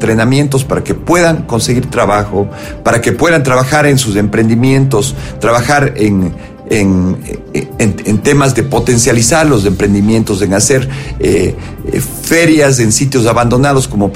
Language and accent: Spanish; Cuenca, Azuay, Ecuador; Yo, como saben todos, soy un cuencano más.